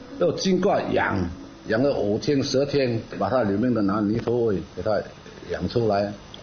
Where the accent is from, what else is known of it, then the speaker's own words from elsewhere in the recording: Chaozhou, Guangdong, China; 这螃蟹就是我们潮州话叫柴卡器